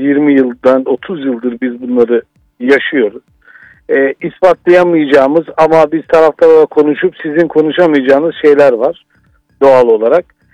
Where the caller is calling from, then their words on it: Istanbul, Turkey; İstanbul'dan arıyorum.